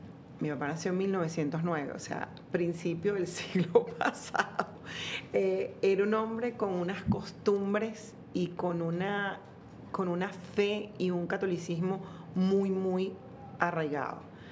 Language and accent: Spanish; Caracas, Capital District, Venezuela; born there; Soy venezolana, nací en Caracas. Soy la mayor de tres hermanas.